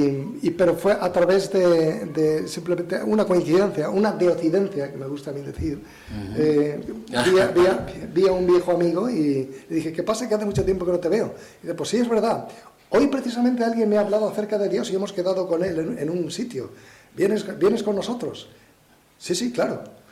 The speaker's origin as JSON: {"language": "Spanish", "area": "Ciudad Real", "region": "Castilla-La Mancha", "country": "Spain", "said": "Yo soy de Ciudad Real, capital es donde vivía, que soy de un pueblo de Ciudad Real, y yo solía ir a muchos grupos católicos, pues estaba muy metido en el mundo de la Semana Santa"}